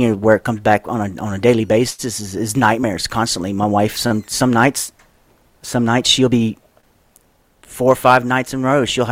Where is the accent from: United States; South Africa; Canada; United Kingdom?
United States; Louisiana; born or raised there